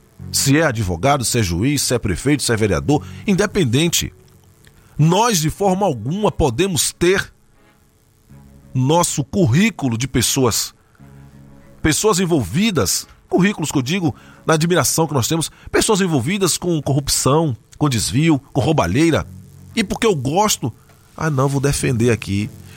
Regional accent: Brazil; nós somos brasileiros

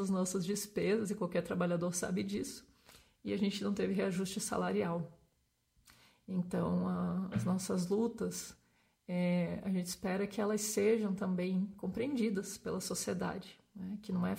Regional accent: Santa Catarina, Brazil; eu fiz lá na Universidade Federal de Santa Catarina, porque eu sou catarinense

